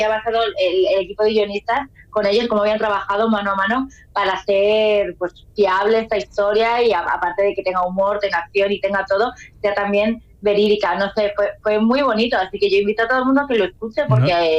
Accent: Castilla-La Mancha, Spain; que además yo como castellano manchega, pues orgullosa, y digo, ah, bueno, esto me han llamado por castellano manchega y me gusta muchísimo.

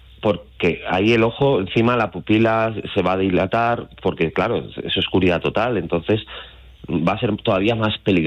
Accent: Community of Madrid, Spain; now in Alcalá del Júcar, Spain; soy un madrileño que viene a Castilla-La Mancha

